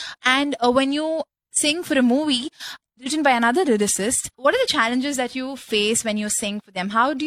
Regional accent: Chetpet, Tamil Nadu, India; I'm from Shetpet.

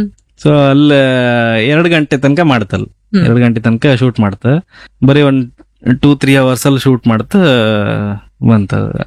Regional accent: Kundapura, Karnataka, India

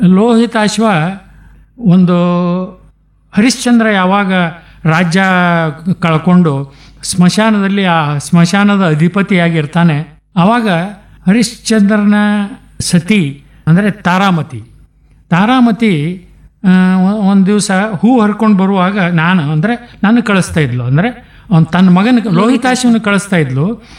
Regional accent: Sindagi, Karnataka, India; born there; also born or lived in various towns; ನಾನು ಹುಟ್ಟಿದ್ದು ಅಂದಿನ ವಿಜಯಪುರ ಜಿಲ್ಲೆಯ, ಈಗಲೂ ಕೂಡ ಸಿಂದಗಿ ತಾಲೂಕು ಸಿಂದಗಿಯಲ್ಲಿ.

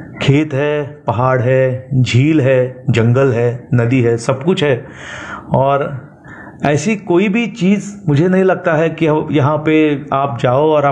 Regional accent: Shiroda, Goa, India; born there; गोवा में एक छोटा सा और बहुत ही प्यारा सा शिरोड़ा गांव है, उस गांव में मेरा जन्म हुआ। शिरोड़ा गांव एक निसर्ग से भरा पड़ा हुआ गांव है, जिसमें कुदरत ने दी हुई सभी चीज़ें वहां पे मौजूद है। खेत है, पहाड़ है, झील है, जंगल

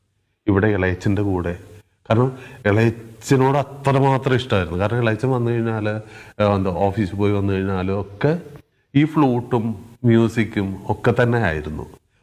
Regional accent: Kaloor, Kerala, India; പക്ഷേ ഞാൻ ജനിച്ചു വളർന്ന കലൂര് ഞാൻ ജനിക്കുന്ന കാലത്ത് ഏകദേശം ഒരു ഗ്രാമപ്രദേശം തന്നെയായിരുന്നു.

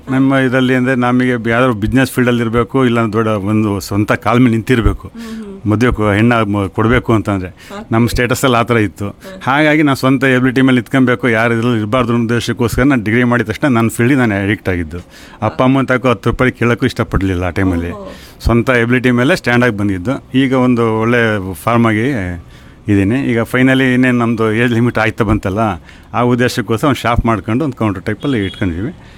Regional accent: Madinahalli, Karnataka, India; also born or lived in Shivamogga; ನಾವು ಹುಟ್ಟಿ ಬೆಳೆದಿದ್ದು ನೇಟಿವ್ ನಮ್ದು ಹೊನ್ನಾಳಿ ಹತ್ರ ಮಾದಿನಹಳ್ಳಿ ಅಂತೇಳಿ. ತಂದೆ ಊರು, ತಾಯಿ ಊರು ಹತ್ತೂರು ಅಂತೇಳಿ. ನಾನು ಆಲ್ರೆಡಿ ಫುಲ್ ಎಲ್ಲ ಸ್ಟಡಿ ಮಾಡಿದ್ದು ಶಿವಮೊಗ್ಗದಲ್ಲೇ, ನ್ಯಾಷನಲ್ ಕಾಲೇಜಲ್ಲಿ ಓದಿರೋದು.

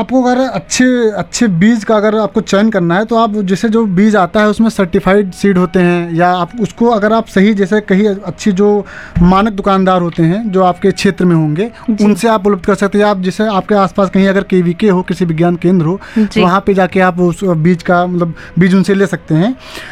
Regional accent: Uttar Pradesh, India; जलोढ़ मिट्टी जो हमारे इधर यूपी साइड पाई जाती है

